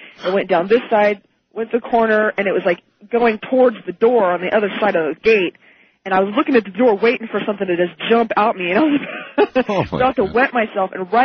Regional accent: Susanville, California, United States; I'm from Susanville. You don't know where that is. It's by Reno.

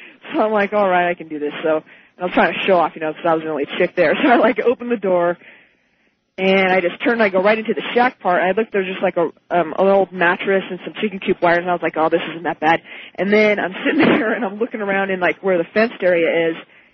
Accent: Susanville, California, United States

